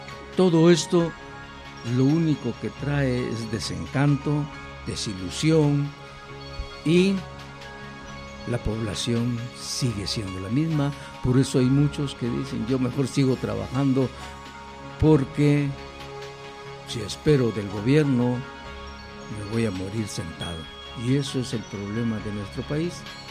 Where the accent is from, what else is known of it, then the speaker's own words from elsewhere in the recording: Guatemala; siempre seguiremos siendo los mismos guatemaltecos.